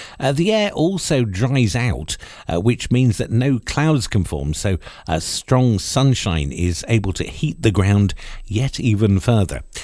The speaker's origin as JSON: {"language": "English", "country": "United Kingdom", "said": "Being British, it's in our DNA."}